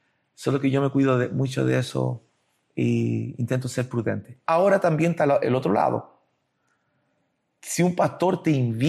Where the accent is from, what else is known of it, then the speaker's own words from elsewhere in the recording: Chile; moved away as an adult; now in Brazil; Yo soy chileno, vivo más de 30 años en Brasil.